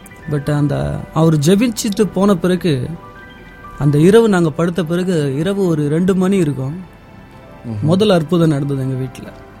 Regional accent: Chennai, Tamil Nadu, India; first language Telugu; Tamil is a second language; now in Tirupati, India; சென்னையில் நான் பிறந்து வளர்ந்ததால்

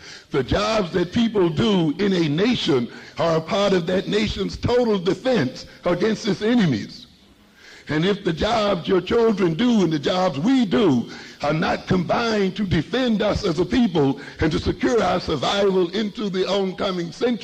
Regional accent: Mississippi, United States; I was a boy growing up in Mississippi

